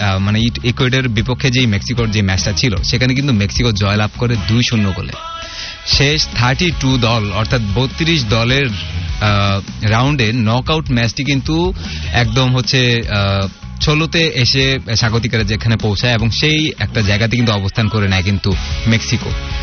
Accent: Bangladesh; আমরা বাংলাদেশি যারা আছি বা এই বাঙালি মানে আমরা জাতীয়তা ভেদে বাঙালি যারা আছি

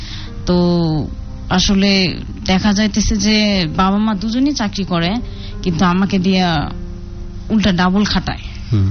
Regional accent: Chittagong, Chittagong Division, Bangladesh; born there; এখানে আমি যেখানে চিটাগাং আমার জন্মস্থান হয়েছে সেখানকার তথ্য আমি আর কি কিছু পেয়েছি।

